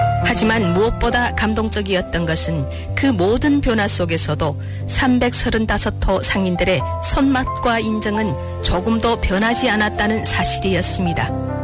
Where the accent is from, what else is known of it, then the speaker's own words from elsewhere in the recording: Harbin, Heilongjiang, China; 저는 할빈에서 왔습니다.